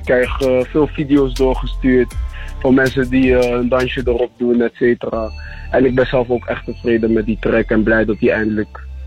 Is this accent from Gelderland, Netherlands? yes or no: yes; Nijmegen, Gelderland, Netherlands; vanuit waar ik vandaan kom, Nijmegen